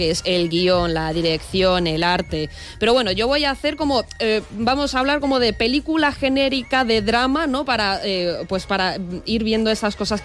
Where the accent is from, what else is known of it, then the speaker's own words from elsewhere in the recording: Russia; Spanish is a second language; Buah, sí, me encanta el verano. Y siendo rusa, ¿eh?